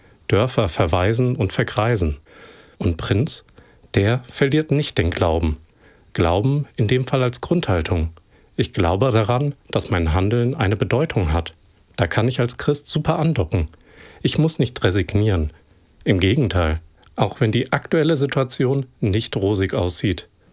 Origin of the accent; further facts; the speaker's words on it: Hesse, Germany; ich bin auf dem Dorf in der Wetterau groß geworden und fühle damit den Menschen in Ostdeutschland